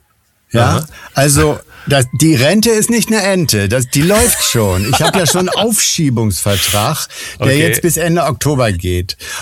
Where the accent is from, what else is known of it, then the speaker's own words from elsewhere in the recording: Northern Germany, Germany; also born or lived in Munich; Ich bin ja selber Norddeutscher und habe eigentlich die erste Hälfte meines Lebens eben damit verbrannt, möglichst weit weg von zu Hause zu kommen. Und bin dann aber wieder zurückgekommen in den Norden, also aus München nach Sylt.